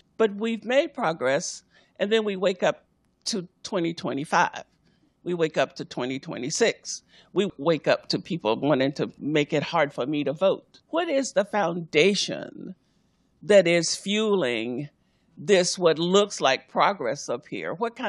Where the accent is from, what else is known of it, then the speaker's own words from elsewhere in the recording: Arkansas, United States; I grew up in Arkansas